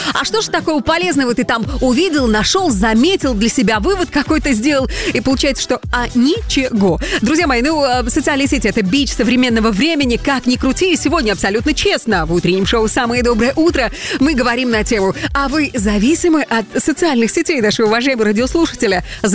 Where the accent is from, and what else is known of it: Belarus